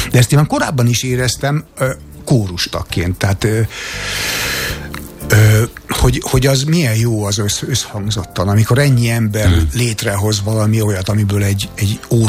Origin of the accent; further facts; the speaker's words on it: Miskolc, Borsod-Abaúj-Zemplén, Hungary; És valami visszatart, vagy megmentett attól, hogy olyan saját szülővárosomban játszam.